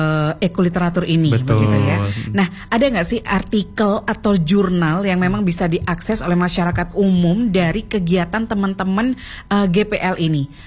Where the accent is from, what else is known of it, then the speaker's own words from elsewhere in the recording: Malang, East Java, Indonesia; kita warga Kota Malang